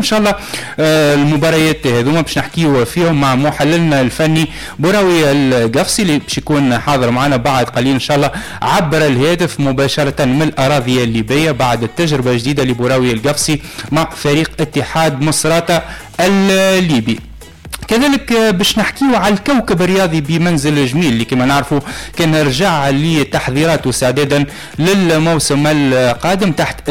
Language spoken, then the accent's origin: Arabic; Tunisia; في بلادنا تونس